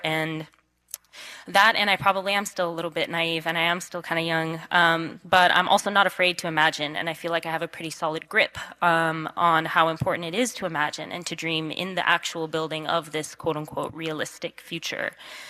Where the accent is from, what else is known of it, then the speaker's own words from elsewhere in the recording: Cheyenne River Reservation, South Dakota, United States; moved away as an adult; now in San Francisco, United States; I am Tuketa Lakota, Mandan, and Hiratsa, and I come from the Cheyenne River Reservation in South Dakota. Currently, I'm living in San Francisco, been there for about a year after I graduated with my master's last summer.